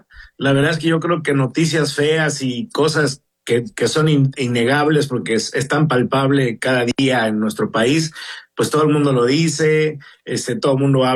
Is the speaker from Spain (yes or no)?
no; Mexico